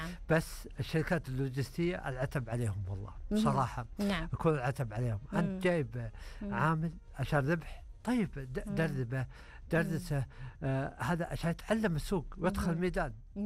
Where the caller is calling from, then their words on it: Saudi Arabia; أنا سعودي